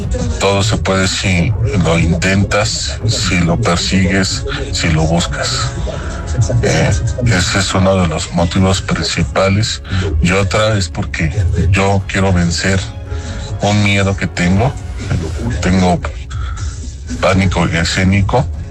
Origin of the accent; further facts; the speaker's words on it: Mexico City, Mexico; soy originario de la Ciudad de México, tengo 41 años de edad.